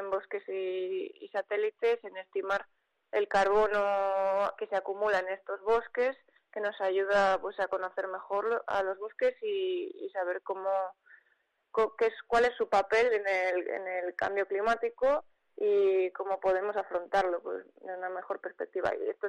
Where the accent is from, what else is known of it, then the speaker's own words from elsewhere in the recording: Navarre, Spain; moved away as an adult; now in Soria, Spain; yo soy de Navarra.